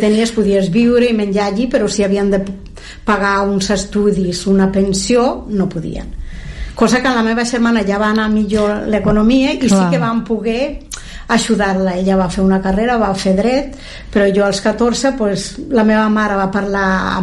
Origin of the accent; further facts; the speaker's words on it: Castile and León, Spain; com en el carnet figura que som de León, però estem a la franja, diguérem.